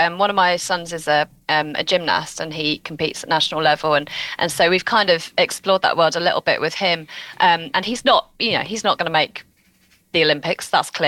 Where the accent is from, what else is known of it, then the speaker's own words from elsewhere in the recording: England, United Kingdom; as an English England fan.